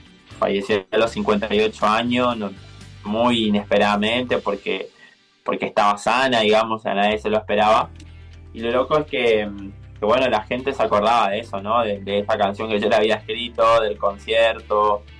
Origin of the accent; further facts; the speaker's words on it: Misiones, Argentina; somos misioneros doblemente, porque es, o sea, somos de Misiones, misioneros.